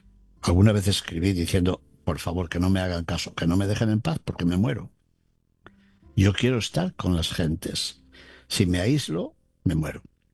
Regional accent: León, Castile and León, Spain; Esto lo he visto en mi tierra, en el camino que conduce de la ciudad de León al seminario menor.

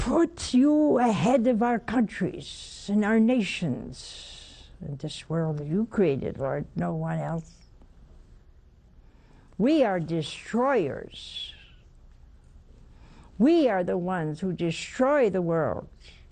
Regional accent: United States; Everybody gonna think I'm Irish, and I'm not. I'm Italian. But I prayed for any other country. They think I was from that country. No, I'm not. I'm an American.

